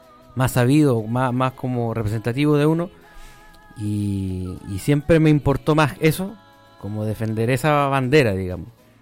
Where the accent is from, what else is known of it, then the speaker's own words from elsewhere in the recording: Curicó, Maule, Chile; como curicanos, como maulinos, qué sé yo, a la larga como chilenos igual